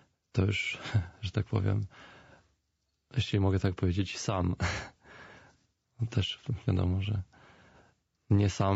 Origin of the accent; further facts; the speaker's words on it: Lublin, Lublin Voivodeship, Poland; Wychowałem się w Lublinie. Pochodzę z Lublina.